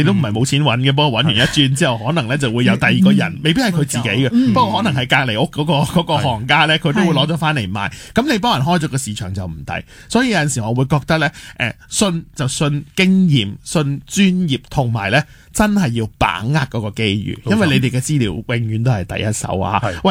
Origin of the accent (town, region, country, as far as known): Hong Kong